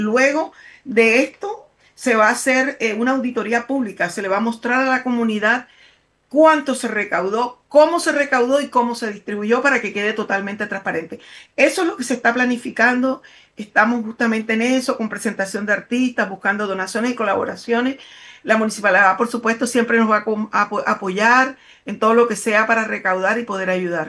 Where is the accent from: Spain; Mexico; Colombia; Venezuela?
Colombia; Barranquilla, Atlántico; now in Puerto Montt, Chile; yo soy de Barranquilla